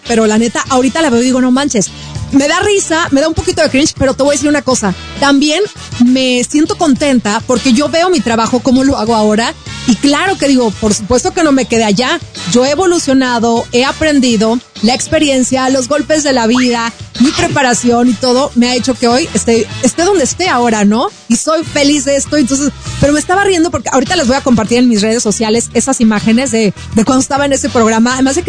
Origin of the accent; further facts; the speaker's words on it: Mazatlán, Sinaloa, Mexico; moved away; yo vivía en Mazatlán … Mazatlán, de donde yo soy, de allá de Sinaloa